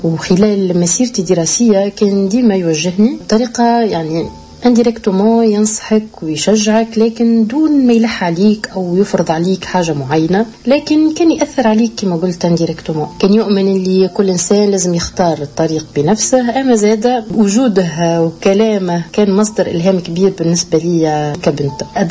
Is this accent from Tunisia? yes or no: yes; Medenine, Tunisia; يعني حتى في حومتنا، يعني هاو الإسباس مضيق وين دارنا في مدنين